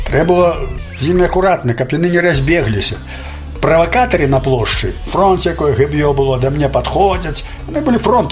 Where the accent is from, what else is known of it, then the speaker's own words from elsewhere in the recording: Belarus; мы, белорусы, мы такие самые